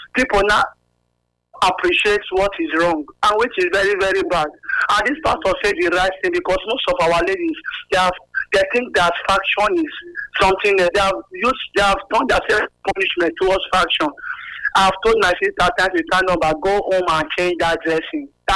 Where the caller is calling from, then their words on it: Benin City, Edo, Nigeria; I'm calling from Benin City.